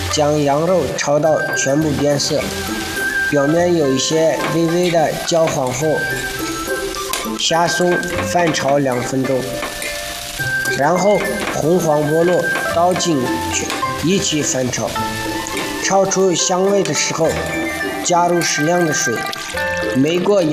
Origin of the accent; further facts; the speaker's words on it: Xinjiang, China; 我们新疆人一是重油重肉